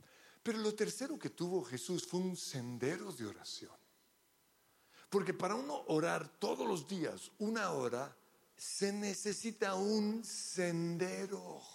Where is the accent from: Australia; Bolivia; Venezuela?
Australia; accent: Colombian; also born or lived in Colombia; pero yo soy australiano, ¿no? Yo hablo como colombiano, pero soy australiano, de esos blancos horribles, sí, ese soy yo.